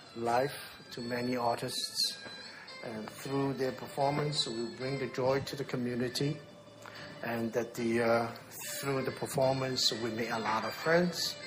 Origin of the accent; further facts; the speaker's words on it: Hong Kong; also born or lived in Shanghai, China; now in United States; Just a few sentences I can describe to you who I am. I was born in Shanghai, grew up in Hong Kong, and educated in the United States. And I've been here more almost 46 years now.